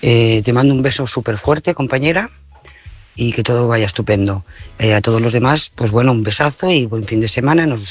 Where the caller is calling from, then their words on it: Lloret de Mar, Catalonia, Spain; Hola, buenas noches, corresponsales, audiencia … Lloret de Mar.